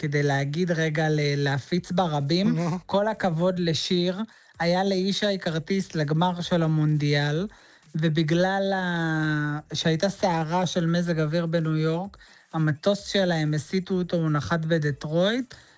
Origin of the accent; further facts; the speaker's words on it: Re'ut, Central District, Israel; also born or lived in Kiryat Gat; לא, אז רגע, אני גרתי בקריית גת באמת, אבל אני עזבתי את קריית גת בגיל 5.